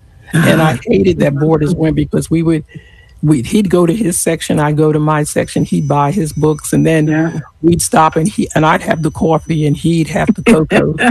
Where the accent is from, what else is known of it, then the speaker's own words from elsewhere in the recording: New York, United States; and I'm New York born, so I was born in New York.